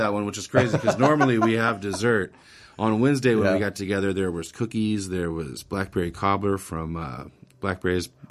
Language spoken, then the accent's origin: English; McKinleyville, California, United States; born there; also born or lived in Austin, Texas